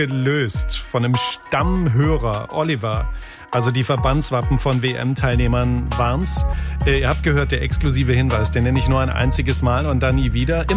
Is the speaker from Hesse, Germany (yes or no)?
no; Apolda, Thuringia, Germany; Ich bin in der Glockenstadt Apolda in Thüringen groß geworden.